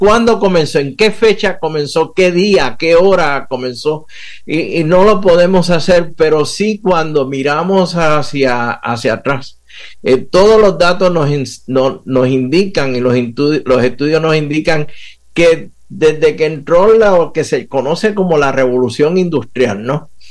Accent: Puerto Rico; accent: Puerto Rican; now in Dallas, United States; como ya puedes ver notar por el acento, soy puertorriqueño, nacido y criado en la Isla del Encanto de Puerto Rico, así que resido ahora mismo en al norte de Dallas, Texas

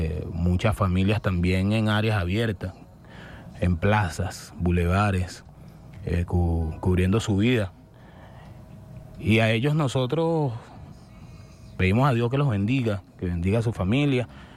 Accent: Venezuela; hermanados, como somos nosotros los venezolanos

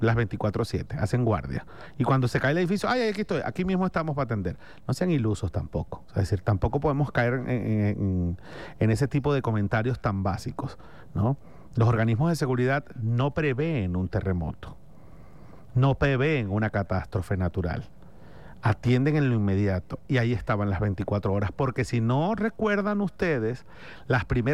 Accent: Venezuela; somos todos, venezolanos, venezolanas, los caraqueños, los guaireños, los maracuchos, los aragüeños

